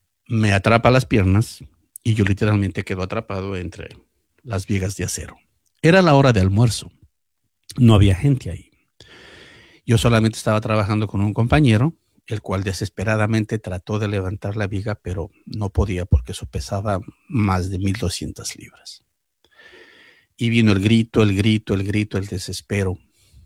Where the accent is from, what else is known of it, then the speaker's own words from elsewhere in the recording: Ecuador; moved away as an adult; now in New York, United States; En el año 94, en 1994, yo vine del Ecuador a Nueva York.